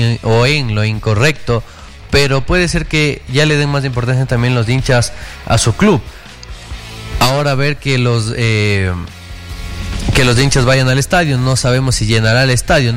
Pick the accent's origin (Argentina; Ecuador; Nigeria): Ecuador; Como hincha, como ciudadano ecuatoriano que soy, que somos